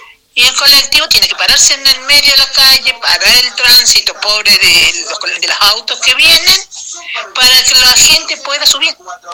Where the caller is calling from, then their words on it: Argentina; de La Ribera.